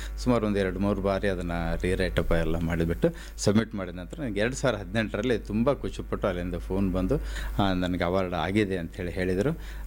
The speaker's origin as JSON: {"language": "Kannada", "area": "Raichur district", "region": "Karnataka", "country": "India"}